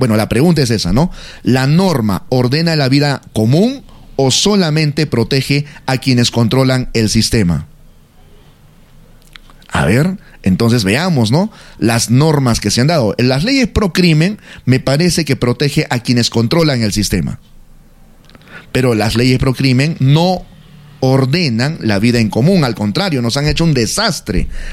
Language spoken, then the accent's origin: Spanish; Peru